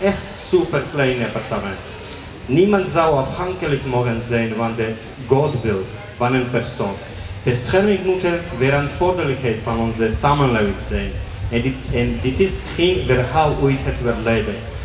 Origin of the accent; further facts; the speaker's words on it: Georgia; now in Antwerp, Belgium; ik kom uit Georgië, ik ben al bijna 9 jaar in Antwerpen.